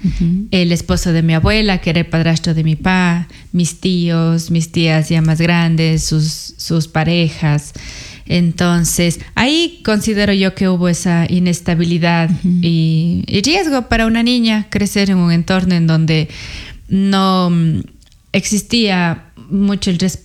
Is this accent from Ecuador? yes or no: yes; Sucúa, Morona Santiago, Ecuador; Pasé en Sucúa, yo soy de Sucúa, de Morona, Santiago. Pasé allá hasta los 9 años con mi abuelita.